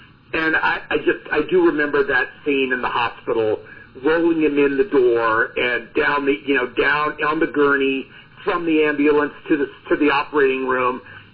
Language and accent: English; California, United States; growing up in the Bay Area, to be able to watch that opening title every week